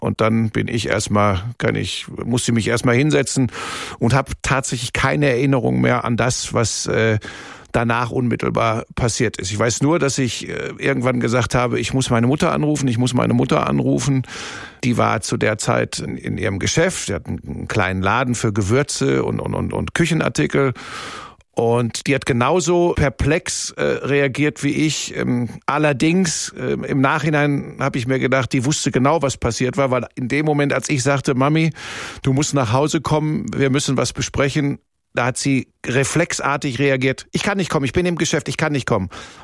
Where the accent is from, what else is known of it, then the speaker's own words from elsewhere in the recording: Hagen, North Rhine-Westphalia, Germany; also born or lived in Bottrop / Cologne; now in Munich, Germany; Ja, ich bin geboren in Bottrop. Das ist wirklich, Inbegriff des Ruhrgebiets. Bin dann aufgewachsen in Hagen. Das ist so Tor zum Sauerland, ja. Ruhrgebiet.